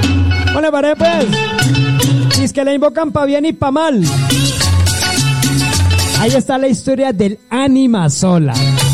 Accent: Colombia

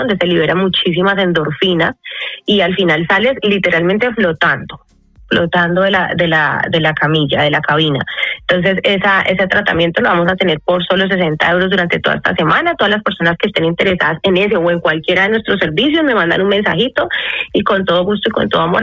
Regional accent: Cali, Valle del Cauca, Colombia; O sea, yo soy así, una caleña arrebatada, y me gustan los colores así

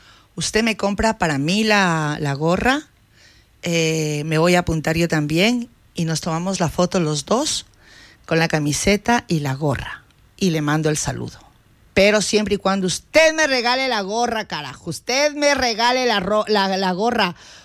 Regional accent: Ecuador; Yo soy ecuatoriana, sí, señor.

